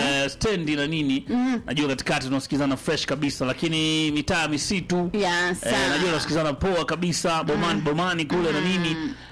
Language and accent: Swahili; Magofu, Mwanza, Tanzania; Yani natoka Magofu kwa juu kidogo pale fresh kabisa